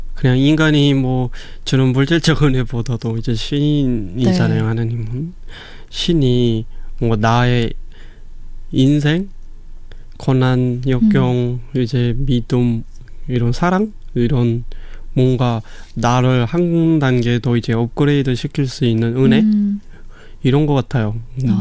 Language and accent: Korean; North Korea; 우리 북한에 살고 있는 주민들을 위해서 이제 일을 하고 계신다라는 걸 그때 또 이제 느끼게 됐던 것 같아요. 제 고향에 있는 가족이라든지 친구들도 이제 하나님께서 보살펴 주시고 계시는구나라고 생각했던 것 같습니다.